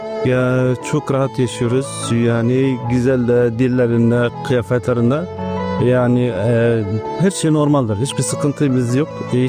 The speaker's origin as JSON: {"language": "Turkish", "town": "Aleppo", "region": "Aleppo Governorate", "country": "Syria", "moved": "yes", "said": "Suriyeli mesajımda Türkmenim. 4 tane çocuğum vardır. 85 doğumluyum. Halepliyim."}